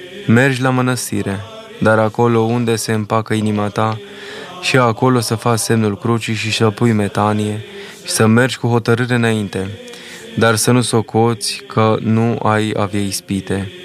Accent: Romania; eu sunt român și așa mă consider ca un bun român și îmi iubesc neamul.

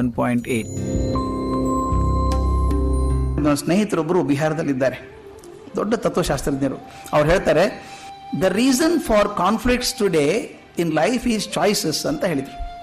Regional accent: Bijapur district, Karnataka, India; ನಾನು ಬಿಜಾಪುರ ಜಿಲ್ಲೆಯಲ್ಲಿ ಬೆಳೆದವನು

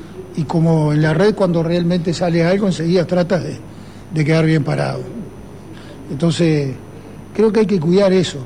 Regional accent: La Paloma, Rocha, Uruguay; mi pueblo, ya, en La Paloma, en Rocha

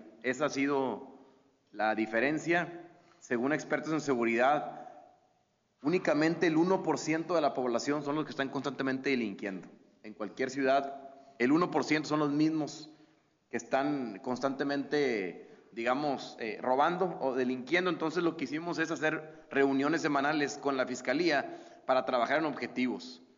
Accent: Coahuila, Mexico; los únicos que sabemos que somos seguros somos los coahuilenses

